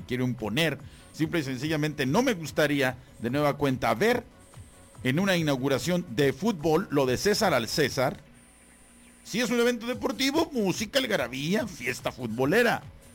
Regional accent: Guadalajara, Jalisco, Mexico; Ya me están reclamando, que por qué no le voy a las Chivas si soy de Guadalajara.

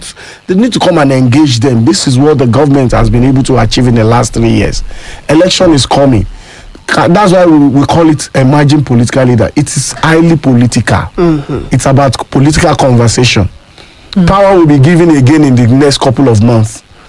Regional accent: Ibadan, Oyo, Nigeria; So I am from Oyo State. I'm from Ibadan.

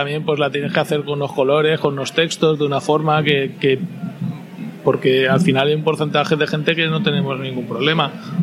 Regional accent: Valencia, Valencian Community, Spain; born there; encanta porque nací en ella y la amo con todas mis fuerzas, ¿no? Soy valenciano, valencianista, fallero, o sea, lo llevo todo en el pack.

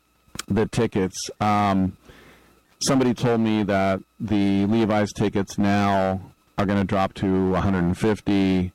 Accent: United States; the World Cup is in my home country

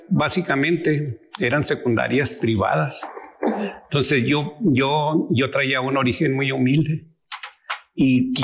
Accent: Cuauhtémoc, Chihuahua, Mexico; yo soy originario de esta tierra. Yo soy originario de Cuauhtémoc.

